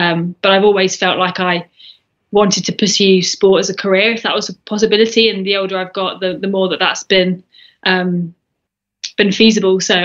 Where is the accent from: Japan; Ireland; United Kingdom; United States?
United Kingdom; Bedford, East of England; Yeah, so born and raised in Bedford, so it's about an hour north of London.